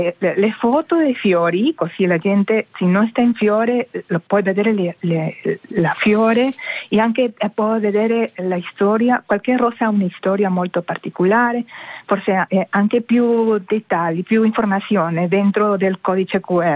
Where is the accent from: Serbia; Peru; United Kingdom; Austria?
Peru; Italian is a second language; moved away; Io sono peruviana.